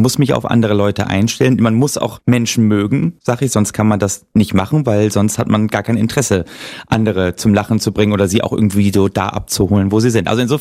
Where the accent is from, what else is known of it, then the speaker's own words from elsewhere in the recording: Oldenburg, Lower Saxony, Germany; Ich komme aus Oldenburg, Niedersachsen.